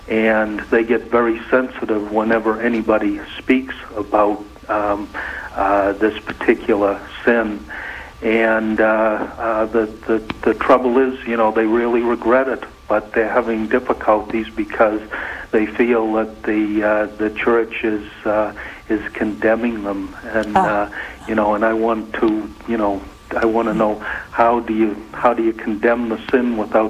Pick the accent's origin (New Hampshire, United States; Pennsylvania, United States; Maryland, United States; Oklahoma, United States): New Hampshire, United States; I'm from New Hampshire.